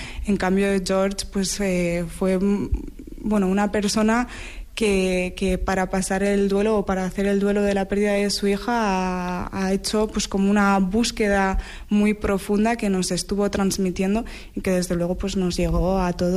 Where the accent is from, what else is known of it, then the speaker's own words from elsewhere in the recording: Catalonia, Spain; now in Basque Country, Spain; yo tampoco soy de aquí, soy catalana